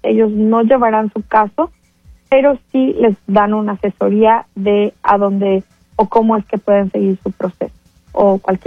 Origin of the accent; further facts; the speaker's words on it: Mexico; Que también nosotros como mexicanos pues celebramos.